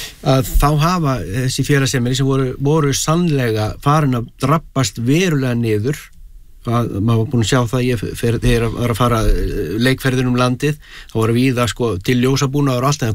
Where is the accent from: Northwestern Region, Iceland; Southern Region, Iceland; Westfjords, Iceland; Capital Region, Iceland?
Westfjords, Iceland; Bíldudal; ég ólst upp á Bíldudal og það voru bíósýningar tvisvar í viku sko.